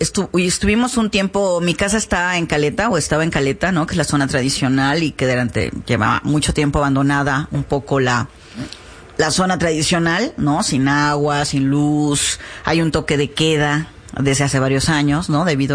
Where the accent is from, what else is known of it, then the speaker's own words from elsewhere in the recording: Acapulco, Guerrero, Mexico; moved away; Yo nací en Acapulco.